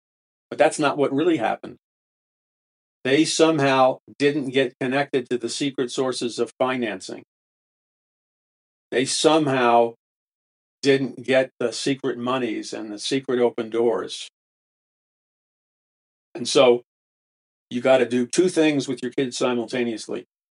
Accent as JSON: {"language": "English", "country": "Ireland", "said": "I'm not Italian, I'm Irish, so mafia code is second nature to me."}